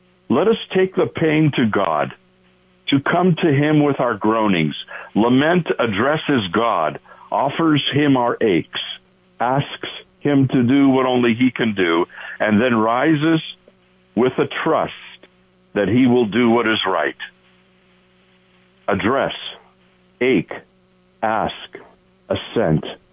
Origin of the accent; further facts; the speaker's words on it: Colorado, United States; also born or lived in California; I grieve at this week's shooting at Evergreen High School in Colorado, my home state.